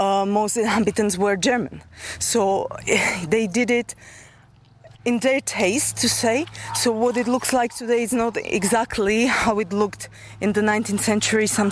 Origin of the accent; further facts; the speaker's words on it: Slovakia; English is a second language; also born or lived in Ireland; now in Holašovice, Czechia; I'm from Slovakia